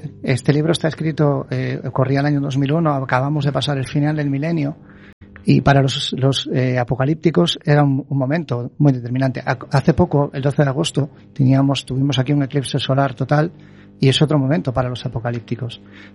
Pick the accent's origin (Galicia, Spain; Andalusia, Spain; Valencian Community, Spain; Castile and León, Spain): Galicia, Spain; Baiona; en mi zona de donde yo soy, en Bayona